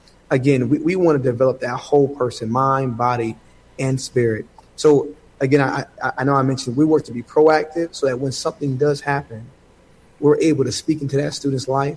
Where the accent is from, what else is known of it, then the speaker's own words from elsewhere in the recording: Bridgeport, Connecticut, United States; when we were growing up in Bridgeport